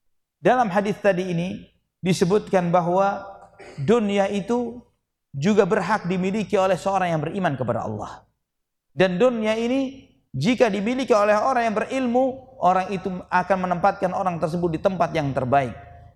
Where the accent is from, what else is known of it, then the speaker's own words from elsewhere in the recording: Surabaya, East Java, Indonesia; Saya termasuk sebabnya, saya dari Surabaya.